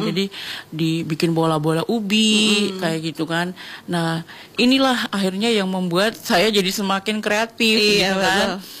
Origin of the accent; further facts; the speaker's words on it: Papua, Indonesia; Dan waktu itu aku Papua, istilahnya Indonesia Timur satu-satunya yang bisa lolos masuk jadi lima besar.